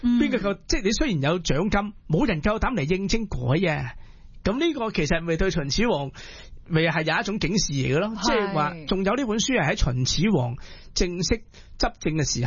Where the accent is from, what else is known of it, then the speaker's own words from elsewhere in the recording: Hong Kong; 就系我哋香港人最中意讲嘅借壳上市。